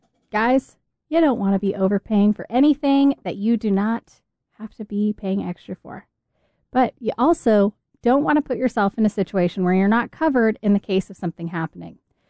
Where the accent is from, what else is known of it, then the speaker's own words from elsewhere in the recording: Texas, United States; Not to always bash California, but I'm from Texas